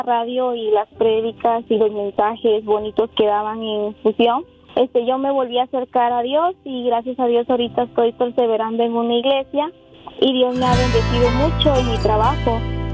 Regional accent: Guatemala; now in Santa Fe, United States; soy de Guatemala y estoy escuchando la radio desde Santa Fe, Nuevo México.

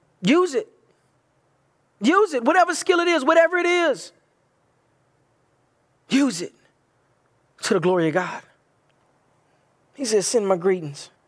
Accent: Bible Belt, United States; I do come from a background from where I'm from, and growing up in the Bible Belt

